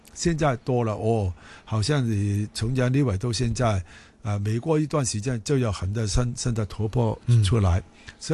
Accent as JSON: {"language": "Chinese", "country": "Hong Kong"}